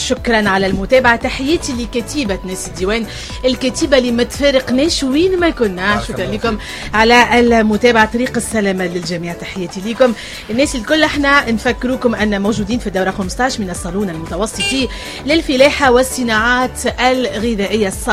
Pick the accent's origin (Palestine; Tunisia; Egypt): Tunisia; احنا في تونس